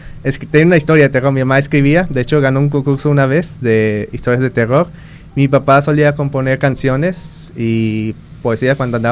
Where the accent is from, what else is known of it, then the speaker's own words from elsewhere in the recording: Guadalajara, Jalisco, Mexico; born there; also born or lived in United States; now in Bahía de Banderas, Mexico; He venido de muchas partes. Por ejemplo, nací en Guadalajara. Después me vine a Estados Unidos. Viví un tiempo en Ahuachitlán y ya tengo mis años en Bahía de Banderas.